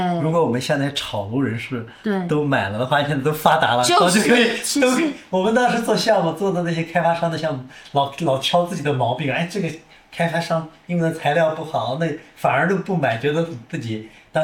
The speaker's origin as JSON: {"language": "Chinese", "country": "Hong Kong", "lives_now": "Beijing, China", "said": "你像你从台湾来，像我从香港过来，其实都有这经验的"}